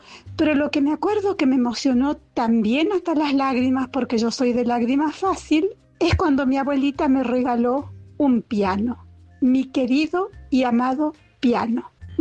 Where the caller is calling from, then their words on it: Jujuy, Argentina; desde un Jujuy, con llovizna y fresco.